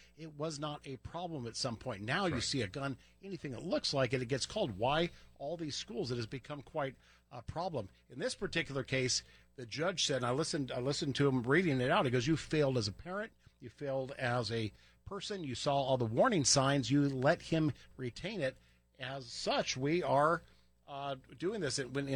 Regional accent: Oregon, United States; also born or lived in Midwest; We're old enough. We grew up in the Oregon and the Midwest.

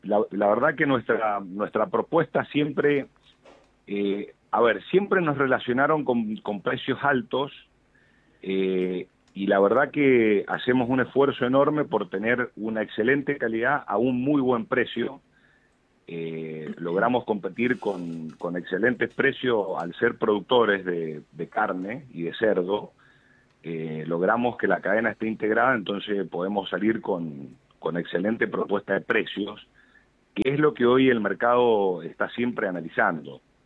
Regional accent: Godoy Cruz, Mendoza, Argentina; nacimos en Godoy Cruz, nos desarrollamos mucho en Godoy Cruz desde nuestros inicios.

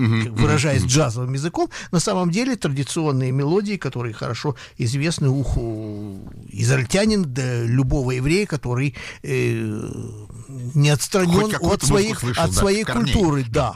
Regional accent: Odesa, Odesa Oblast, Ukraine; Жил, да, я жил на уроженец Одессы.

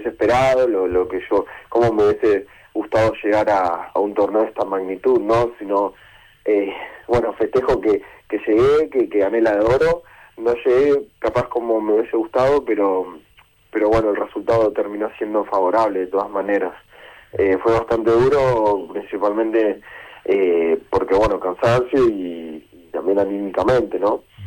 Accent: Vicente López, Buenos Aires Province, Argentina; also born or lived in Posadas, Misiones; Sí, yo soy nacido en Misiones Posadas, pero criado toda la vida en Vicente López, y en Buenos Aires principalmente.

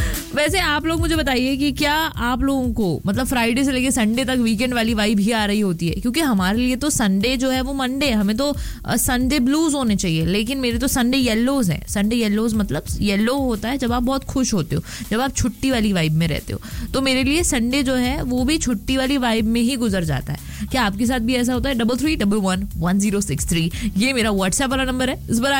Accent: Bhopal, Madhya Pradesh, India; moved away; सो क्या होता है ना कि मैं तो देखो भोपाल से बाहर आ गई हूँ, लेकिन भोपाल मुझसे बाहर नहीं आ पा रहा है. भोपाल का इंडिया का स्केड्यूल जो है वो मेरे अंदर से बाहर नहीं आ पा रहा है.

